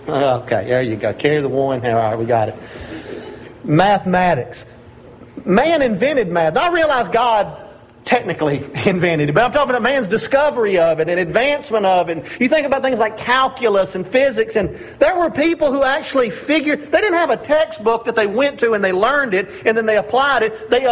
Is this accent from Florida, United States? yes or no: no; Tennessee, United States; I'm from Tennessee, and it took me forever to find Pograb, Tennessee.